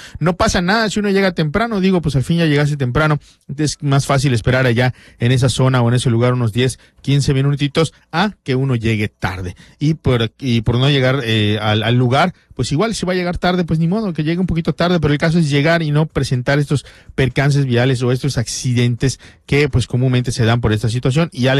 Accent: Yucatán, Mexico; pues es esta situación que como yucatecos debemos priorizar

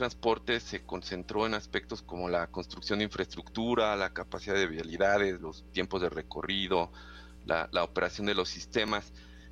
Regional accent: Nezahualcóyotl, State of Mexico, Mexico; yo crecí en Valle de Aragón, que es una está en el municipio de Nezahualcóyotl, de Estado de México.

